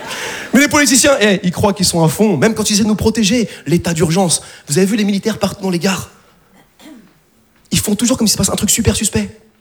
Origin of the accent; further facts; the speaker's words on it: France; On est français, on n'est pas fait pour faire la guerre.